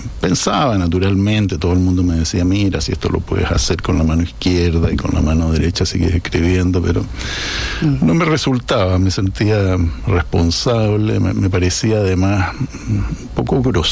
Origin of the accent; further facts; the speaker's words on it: Chile; moved away as an adult; now in Madrid, Spain; sigo siendo más chileno, a pesar de que soy español también.